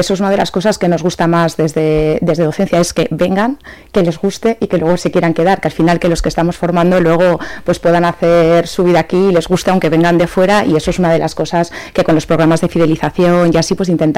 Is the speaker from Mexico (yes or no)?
no; Tarragona, Catalonia, Spain; moved away as an adult; now in Logroño, Spain; yo soy de Tarragona, vine a hacer la especialidad aquí, y aquí me quedé y ahora ya una riojana más.